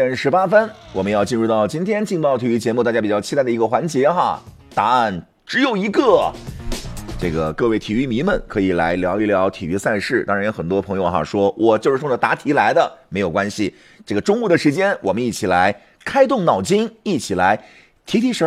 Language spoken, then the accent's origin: Chinese; Xinjiang, China